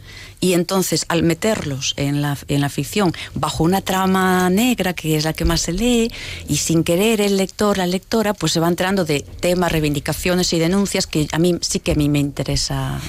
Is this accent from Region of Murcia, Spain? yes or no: no; Carballo, Galicia, Spain; also born or lived in Malpica; la zona donde yo vivo, que vivo Costa de Morte, y nací en Malpica, pero bueno, me crié también mucho por la zona de Carballo.